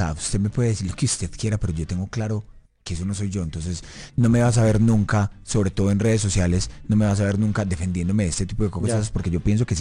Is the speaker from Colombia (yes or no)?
yes; Colombia; yo al fin y al cabo soy colombiano